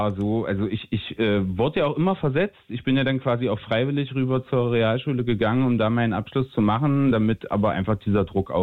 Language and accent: German; Magdeburg, Saxony-Anhalt, Germany; Als Magdeburger ist man da jetzt so, ne?